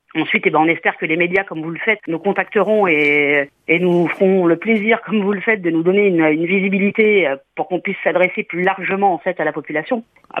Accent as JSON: {"language": "French", "town": "Ajaccio", "region": "Corsica", "country": "France", "said": "nous, on est tous des Ajacciens, ou sur le secteur d'Ajaccio, vous voyez, de la CAPA ou du secteur"}